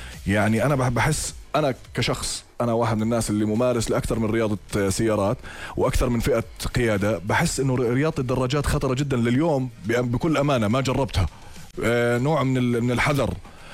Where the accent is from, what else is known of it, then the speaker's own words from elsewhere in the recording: Jordan; احنا عندنا في الأردن